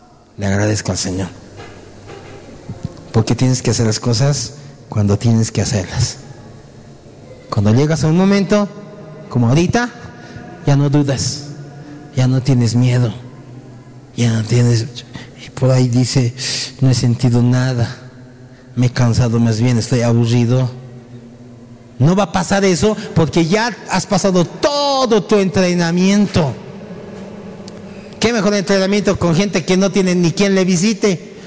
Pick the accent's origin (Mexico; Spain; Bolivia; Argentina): Bolivia; somos bolivianos